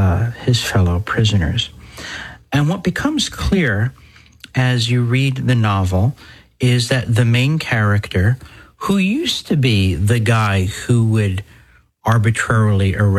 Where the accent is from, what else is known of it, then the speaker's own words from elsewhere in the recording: New Jersey, United States; The second parish I grew up in New Jersey suffered a tragic fire in 1976